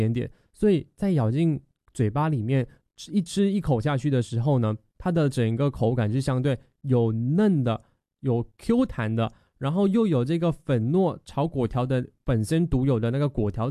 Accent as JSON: {"language": "Chinese", "country": "Malaysia", "tie": "born or raised there", "moved": "yes", "lives_now": "Taiwan", "said": "因为今天在介绍的都是我的家乡美食，马来西亚的国民必吃美食啦。"}